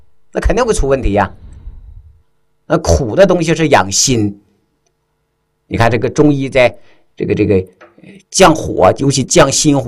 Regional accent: Shanxi, China; 你看，就像咱们山西人，你看山西人是不是愿意吃醋？

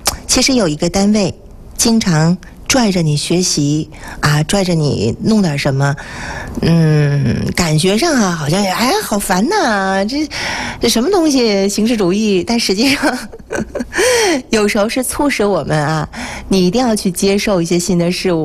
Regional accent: Northeast China, China; 对于咱们东北人来讲啊是不太愿意提的一件事儿

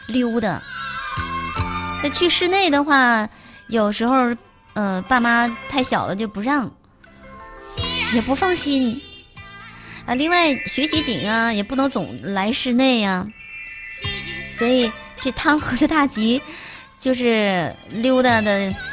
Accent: Jinzhou, Liaoning, China; 就不住在铁合金了。在小的时候都是在铁合金那片儿的

